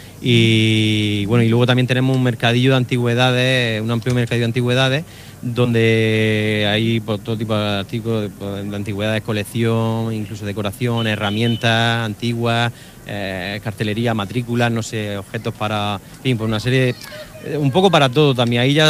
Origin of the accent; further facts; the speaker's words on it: Spain; que nosotros somos españoles